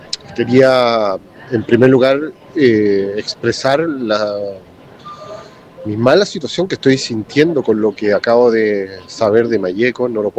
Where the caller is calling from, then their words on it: Santiago, Santiago Metropolitan Region, Chile; yo soy de Santiago